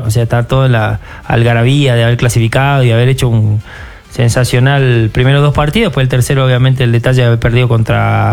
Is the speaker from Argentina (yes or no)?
yes; Argentina